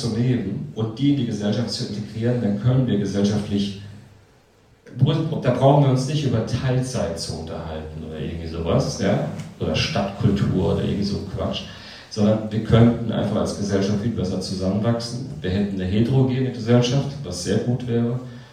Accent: Worms, Rhineland-Palatinate, Germany; Als Inklusionsbeauftragter meiner Heimatstadt Worms kann ich euch das sagen

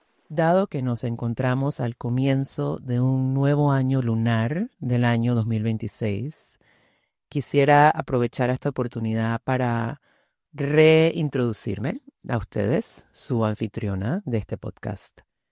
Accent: Panama; now in Mallorca, Spain; Yo nací y crecí en Panamá, tengo raíces caribeñas y británicas, y actualmente vivo en Mallorca con mi compañero de vida y mis dos hijos.

